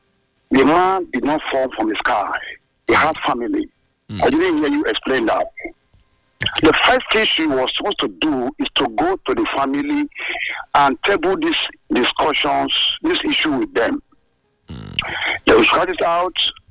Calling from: Abidjan, Côte d’Ivoire; I'm from Abidjan.

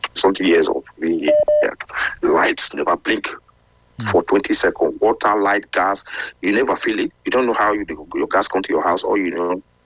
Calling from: United Kingdom; I'm calling from United Kingdom.

